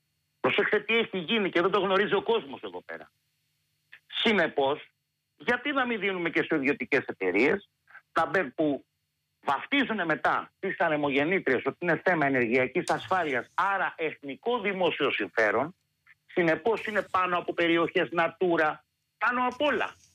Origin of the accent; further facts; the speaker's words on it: Central Greece, Greece; στην πατρίδα μου την Εύβοια.